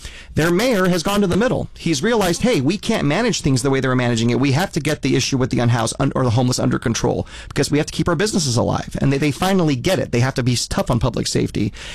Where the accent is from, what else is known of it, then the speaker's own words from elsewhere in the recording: Fresno, California, United States; I was born and raised in Fresno, grew up in a small family business.